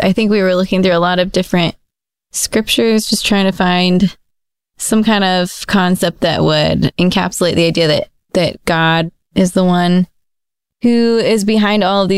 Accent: Wichita, Kansas, United States; I am from Wichita, Kansas, so not not from Texas, but grew up in a church and in a good family that loved the Lord.

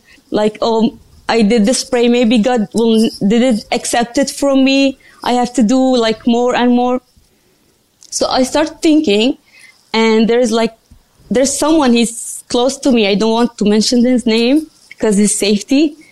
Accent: Qatar; English is a second language; I had born and raised in Qatar, and my father is one of the founders of Hamas.

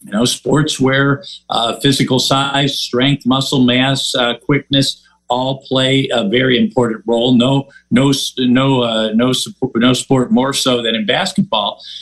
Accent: Missouri, United States; There was actually a case in, I'm from Missouri.

